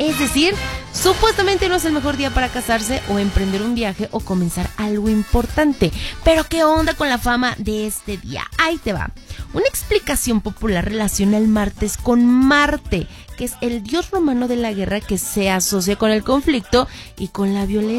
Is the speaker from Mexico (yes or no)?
yes; Mexico; ¿O no me andas queriendo tanto porque soy peruano? Más mexicano, más, el nopal más marcado en la cara no puedes tener, mi querido Sergio Presa.